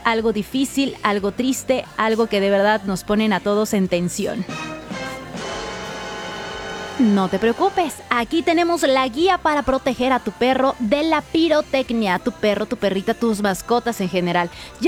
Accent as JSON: {"language": "Spanish", "country": "Mexico", "said": "Es que los mexicanos podemos tener cualquier noche mexicana, cualquier día, siendo mexicanos, tenemos ropa mexicana, ¿verdad?"}